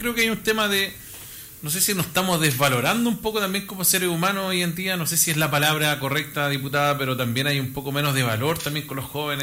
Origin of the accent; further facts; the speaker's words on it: Curicó, Maule, Chile; yo soy de Curicó y también están con el problema de la señal